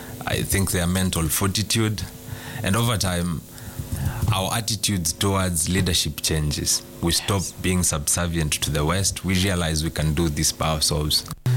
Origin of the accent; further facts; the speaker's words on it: Kenya; And we as the Kenyan people would be the majority still disenfranchised in our own country.